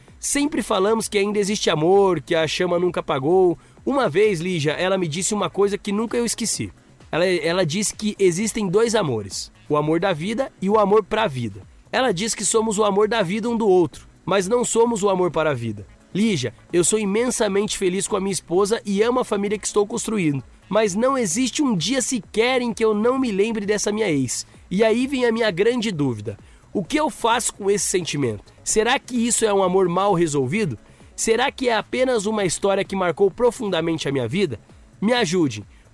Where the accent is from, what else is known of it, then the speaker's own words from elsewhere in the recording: Fortaleza, Ceará, Brazil; Sou de Fortaleza e em 2021, 2022 mais ou menos, eu morei em uma cidade de Goiás chamada Alexânia.